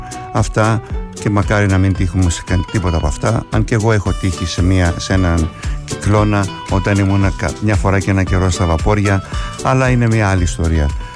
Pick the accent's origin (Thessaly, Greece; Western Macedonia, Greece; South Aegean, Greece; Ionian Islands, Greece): South Aegean, Greece; Kasos; Εγώ επειδή είμαι από την Κάσου και επειδή έχουμε και εκεί ναυτική παράδοση